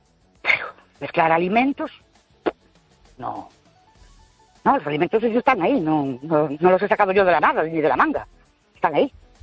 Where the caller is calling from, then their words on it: Ourense, Galicia, Spain; Buenas noches … de Ourense.